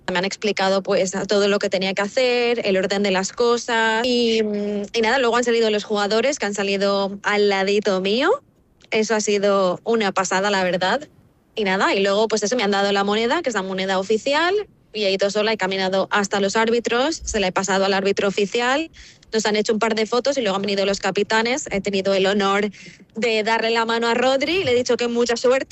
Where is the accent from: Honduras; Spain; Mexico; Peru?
Spain; moved away as an adult; now in United States; de representar a España, que es mi país de origen y que yo adoro, y de poder hacerlo en Estados Unidos, que es, por así decirlo, mi país adoptivo